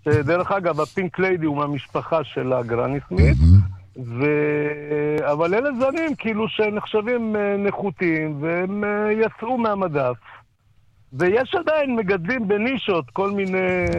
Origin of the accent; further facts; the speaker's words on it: Dimona, Southern District, Israel; אני תמיד, מאז שהייתי ילד קטן, אני במקור מדימונה.